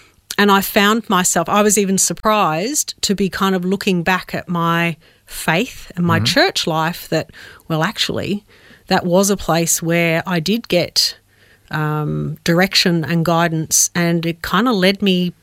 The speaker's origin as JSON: {"language": "English", "town": "Adelaide", "region": "South Australia", "country": "Australia", "tie": "born or raised there", "also_born_or_lived": "Melbourne, Australia", "said": "So I was born in Melbourne, but we moved to Adelaide when I was about five for my dad's work."}